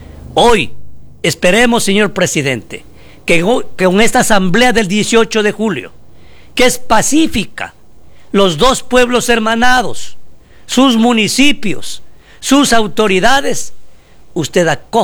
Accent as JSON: {"language": "Spanish", "country": "Ecuador", "said": "los pueblos fronterizos de la provincia de Loja con la República del Perú, señor presidente, acá también somos ecuatorianos."}